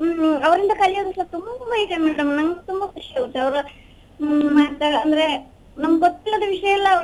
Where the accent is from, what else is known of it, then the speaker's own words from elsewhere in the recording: Kodagu, Karnataka, India; also born or lived in Mysore; now in Madikeri, India; ನಂದು ಹುಟ್ಟೂರು ಕೊಡಗು ಮೇಡಮ್, ನಮ್ದು ಹುಟ್ಟಿದ್ದು ಕೊಡಗು ನಮ್ದು, ಆಮೇಲೆ ನಮ್ಮ ಯಜಮಾನರ ಮನೆ ಮೈಸೂರು, ಹಾಗಾಗಿ ನಮ್ದು ಮೈಸೂರು ಕೊಡಗು ಎರಡು ನಮ್ದೇ.